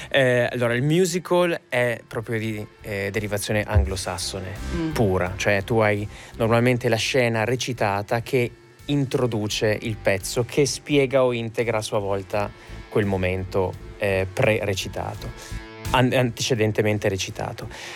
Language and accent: Italian; Parma, Emilia-Romagna, Italy; vengo da Parma